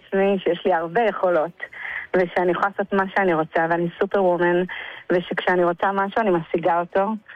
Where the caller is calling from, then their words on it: Nesher, Haifa District, Israel; אני מנשר.